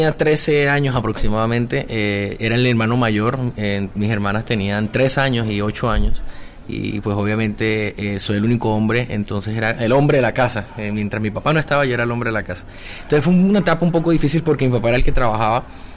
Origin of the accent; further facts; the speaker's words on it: Cartagena, Bolívar, Colombia; born there; soy cartagenero de nacimiento, soy colombiano.